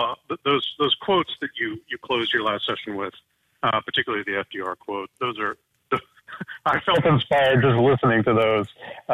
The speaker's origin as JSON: {"language": "English", "country": "United States", "said": "what keeps me up at night is actually something much more fundamental to us in this country as American citizens"}